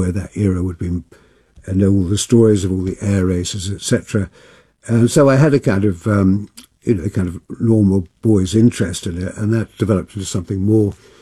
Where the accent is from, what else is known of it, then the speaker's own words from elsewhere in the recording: South East England, United Kingdom; So I was brought up in Kent. My father was in the RAF.